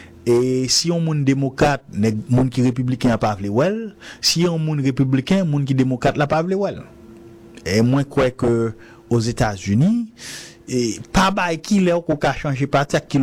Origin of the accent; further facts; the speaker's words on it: Haiti; Et par exemple, démocrate et pour haïtien, en tant qu'haïtien, y a un problème sous quoi valeur parti.